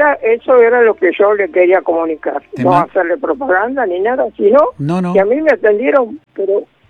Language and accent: Spanish; Buenos Aires, Argentina; born there; now in Mar de Ajó area, Argentina; Mire que yo nací en Palermo y conozco varios sanatorios y clínicas